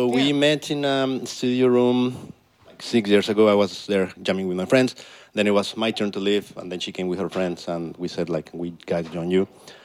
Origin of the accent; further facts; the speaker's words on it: Mexico; moved away as an adult; Well, as you can see, I mean, I grew up in Mexico, she grew up in China. We come up both us over 18 years old, so we have